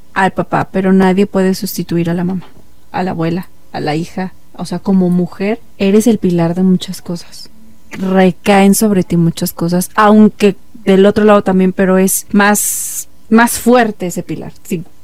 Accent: Mexico; somos el mexicano

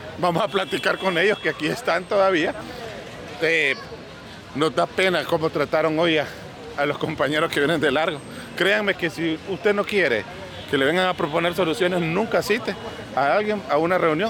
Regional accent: Honduras

